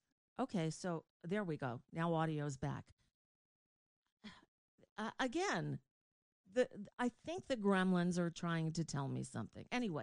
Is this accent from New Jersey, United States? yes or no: no; New York, United States; moved away; when I grew up in New York, we always went back to school like the Monday after Labor Day.